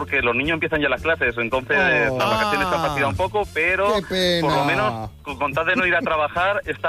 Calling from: Puertollano, Castilla-La Mancha, Spain; Desde Puerto Llano, Ciudad Real.

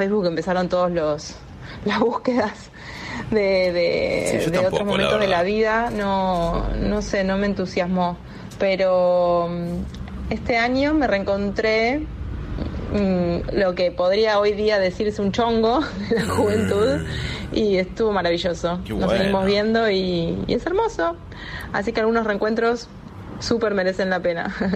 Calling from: Buenos Aires, Argentina; de Floresta saluda.

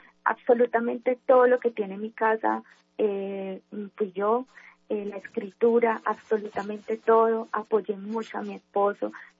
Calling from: Manizales, Caldas, Colombia; En Manizales.

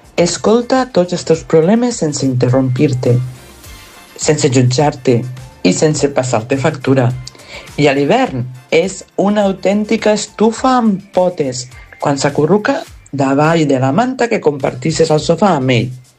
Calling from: Pego, Valencian Community, Spain; Hola, què tal? Jo també sóc de Pego.

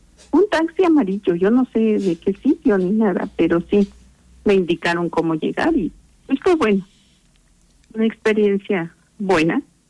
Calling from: Oaxaca, Mexico; Estoy acá en la ciudad de Oaxaca, soy oaxaqueño.

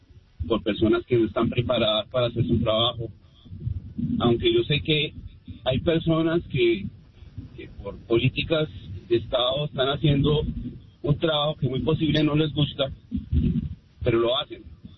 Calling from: Ogden, Utah, United States; De Ogden.

